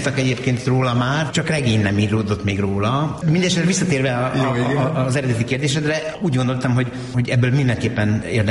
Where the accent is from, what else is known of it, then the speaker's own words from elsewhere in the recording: Budapest, Hungary; Igen, Budafokon nőttem fel.